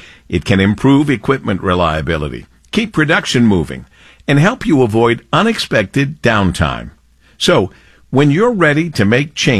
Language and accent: English; Monroe, Michigan, United States; my hometown of Monroe